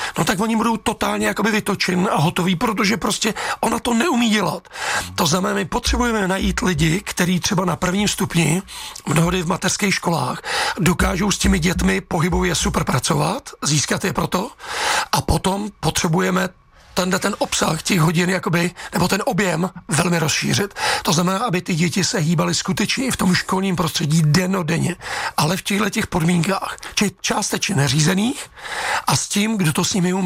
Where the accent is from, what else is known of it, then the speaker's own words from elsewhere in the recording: Příbram, Central Bohemian Region, Czechia; No samozřejmě, já jsem Příbramák, jsem z Brd